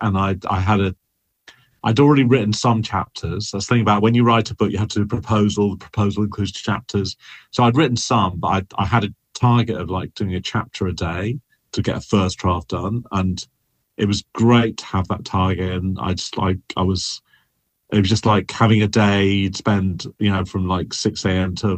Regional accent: Texas, United States; also born or lived in United Kingdom; now in San Francisco, United States

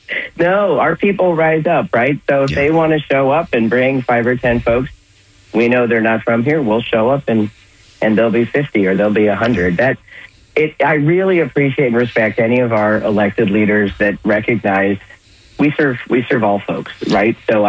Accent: Florida, United States; I'm from Florida.

